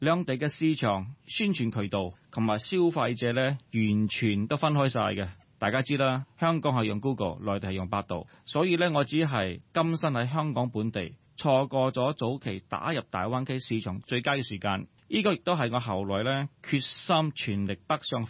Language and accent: Cantonese; Kuala Lumpur, Federal Territory of Kuala Lumpur, Malaysia; 我系土生土长喺马来西亚吉隆坡，一个好普通嘅华人家庭。